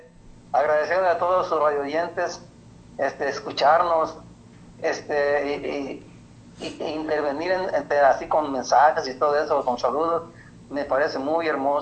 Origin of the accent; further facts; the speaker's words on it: Nayarit, Mexico; moved away; Y le quiero mandar saludos a todo mi estado de Nayarit. Me siento orgulloso de ser nayarita. Yo tengo el orgullo de ser nayarita, de esa tierra santa, tierra del Señor. Esa es mi tierra.